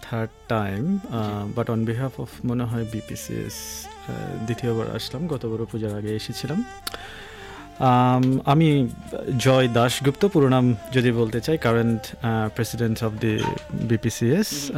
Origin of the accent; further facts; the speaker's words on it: Bangladesh; now in Australia; আমরা বাংলাদেশি হিসেবে নিজেদের কালচারটাকে এখানে তুলে ধরার চেষ্টা করছি